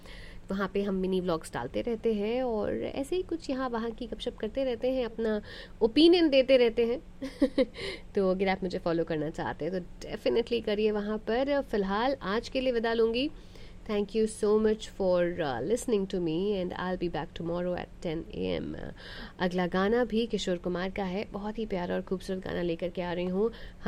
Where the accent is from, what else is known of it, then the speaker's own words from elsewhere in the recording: Patna, Bihar, India; now in Dallas, United States; हम बिहार से हैं, पटना से हैं और डैलस में हैं